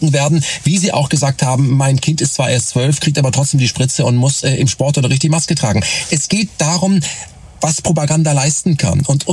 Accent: Germany; als Deutsche mit deutschem Pass

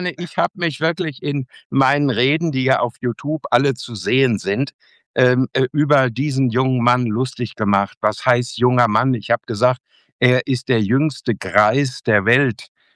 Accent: Trentino-Alto Adige, Italy; jetzt sind sie an einem Sehnsuchtsort, nämlich Südtirol. Und das ist meine Heimat.

